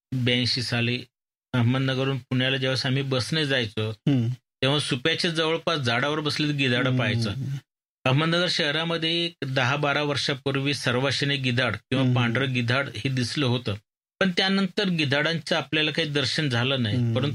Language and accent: Marathi; Newasa, Maharashtra, India; मी माझं बालपण नेवाश्यात गेलं, नेवाश्यामध्ये